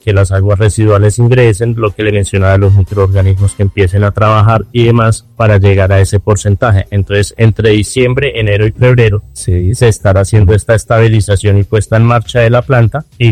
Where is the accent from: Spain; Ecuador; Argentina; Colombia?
Colombia; Santander; yo soy de Santander. Sí. Y era la verdad la primera experiencia en Antioquia